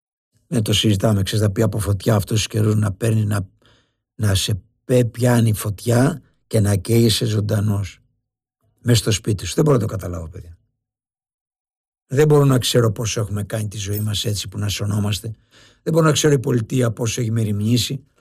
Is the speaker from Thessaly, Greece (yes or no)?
no; Lefkada, Ionian Islands, Greece; moved away; Να πήγα στα μέρη μας Βάσο.